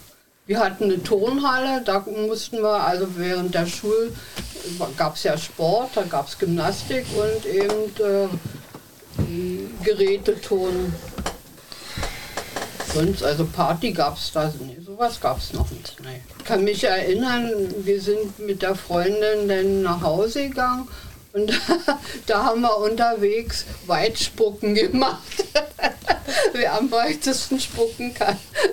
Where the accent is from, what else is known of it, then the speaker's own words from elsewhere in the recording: Berlin, Germany; bin in Kreuzberg geboren, bin Rentnerin.